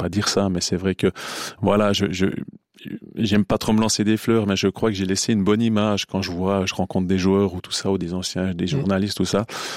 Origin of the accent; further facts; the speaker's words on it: Courtemaîche, Jura, Switzerland; Je viens de Courtemèche.